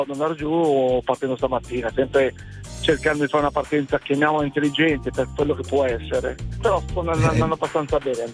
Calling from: Milan, Lombardy, Italy; io sono di Milano, però sono in viaggio per il Salento.

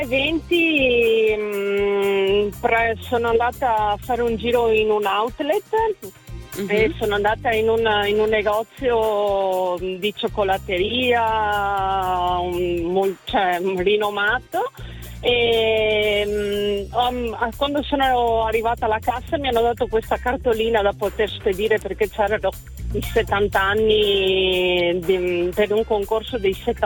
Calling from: Rovigo, Veneto, Italy; Chiamo da Rovigo.

